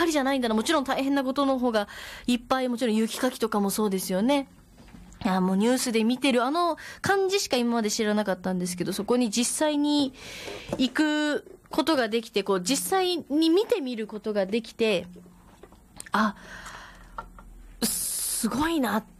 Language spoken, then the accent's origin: Japanese; Kyushu, Japan; moved away as an adult; now in Saitama, Japan; 私九州生まれ、九州育ち、出てきてって言い方も変だけど、歌を、したくて埼玉県に上京したんですけど